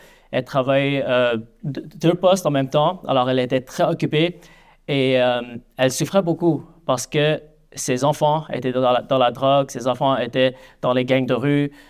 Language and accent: French; Montreal, Quebec, Canada; born there; Je suis un prédicateur de l'Évangile et voici mon témoignage. Alors moi, je suis né ici à Montréal. Mes parents sont coréens.